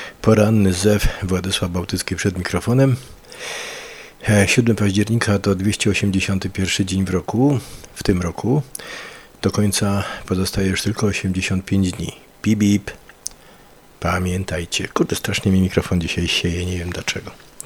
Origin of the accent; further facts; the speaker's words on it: Kraków, Lesser Poland, Poland; ja nadaję z Krakowa i jestem z Krakowa